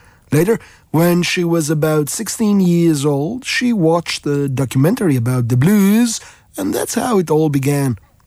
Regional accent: Greece; But why do I play the blues? I am from Greece, after all.

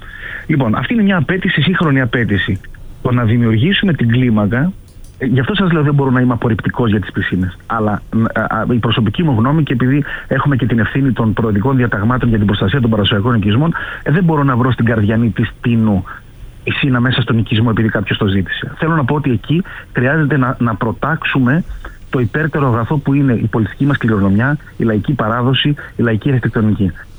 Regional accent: Greece; Ως νησιώτης κι εγώ, επιτρέψτε μου

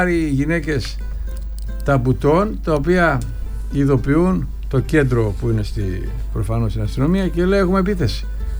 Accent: Karditsa, Thessaly, Greece; εγώ μεγάλωσα στην Καρδίτσα, φίλε. Όλοι γνωριζόμασταν.

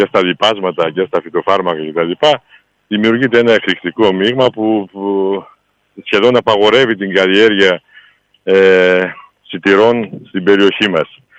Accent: Pentavryso, Greece; και ειδικά στο Πεντάβρυσο που είναι το χωριό μου, οι εκτάσεις εξαιρικές είναι 99%

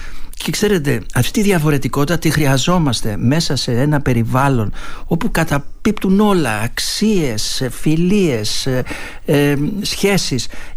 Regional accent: Thessaly, Greece; also born or lived in Trikala / Karditsa; η καταγωγή μου είναι από τη Θεσσαλία, και μάλιστα μία συνιστόσα, να χρησιμοποιήσω αυτή τη λέξη, είναι από τη Τρίκαλα και άλλη από την Καρδίτσα.

